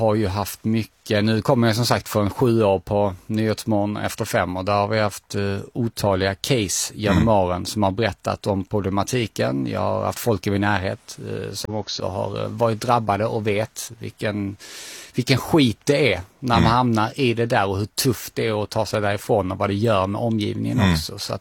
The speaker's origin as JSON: {"language": "Swedish", "town": "Dalby", "region": "Skåne", "country": "Sweden", "said": "Jag är från Dalby, så en liten rivalby."}